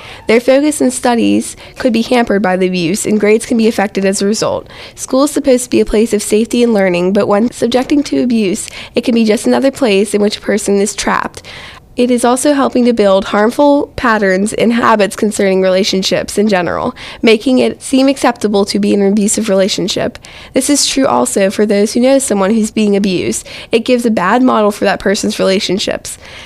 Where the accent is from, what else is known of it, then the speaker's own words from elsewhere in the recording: South Allegheny, Pennsylvania, United States; I'm 17 from South Allegheny.